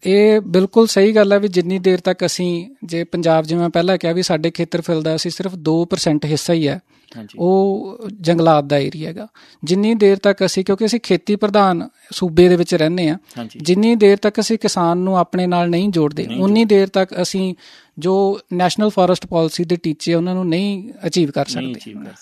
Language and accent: Punjabi; Punjab, India